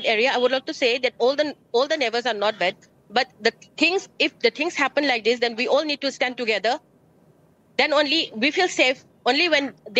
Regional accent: India; But, sir, you are an Indian. I'm also an Indian, as much as you are an Indian, sir.

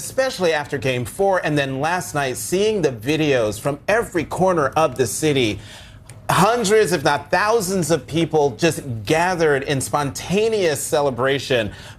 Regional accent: New Jersey, United States; I grew up in New Jersey.

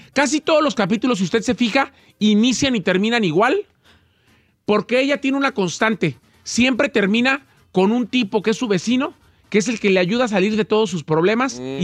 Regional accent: Mexico

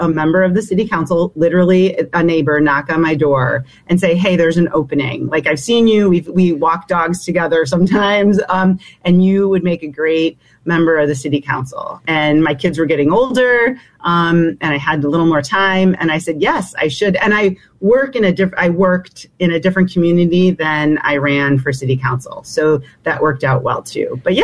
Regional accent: Wisconsin, United States; born there; So I actually was born in Wisconsin. So I have a lot of family up there in Wisconsin near Milwaukee

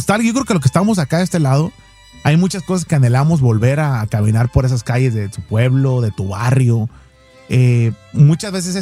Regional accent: Sinaloa, Mexico; moved away; Allá, por ejemplo, donde soy yo en Sinaloa, el clima es húmedo, machín

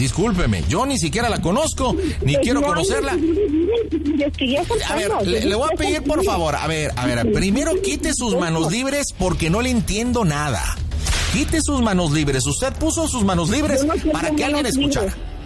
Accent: Monterrey, Nuevo León, Mexico; born there; soy una persona nacida en Nuevo León. Soy regia, soy fuerte, soy contundente.

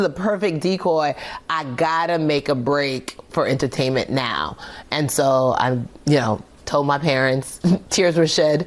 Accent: Nigeria; And I was like, how do I do that? I'm Nigerian.

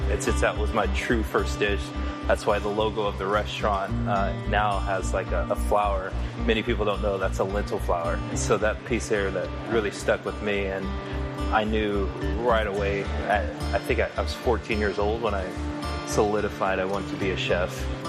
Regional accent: Kansas City, Missouri, United States; that's a road that divides Kansas City, Missouri and Kansas City, Kansas. And I grew up on the Kansas City, Missouri side.

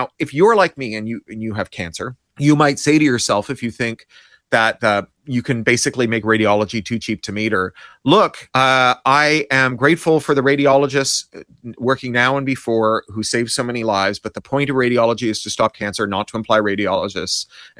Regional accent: Canada; as a Canadian who grew up under socialized medicine.

